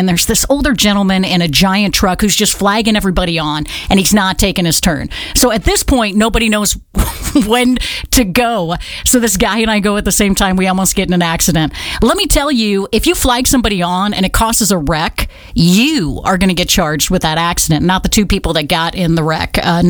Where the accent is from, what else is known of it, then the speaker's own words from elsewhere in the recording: Midwest, United States; So I'm from the Midwest.